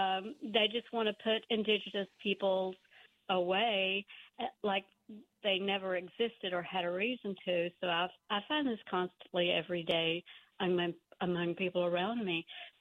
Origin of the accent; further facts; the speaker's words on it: Texas, United States; born there; and no, I was born in East Texas, where my grandmother raised 7 children, who was from Alabama.